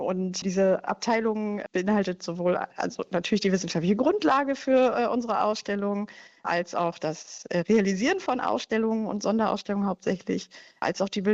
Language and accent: German; Lübeck, Schleswig-Holstein, Germany; Ich denke beim Mittelalter hauptsächlich an meine Heimatstadt Lübeck.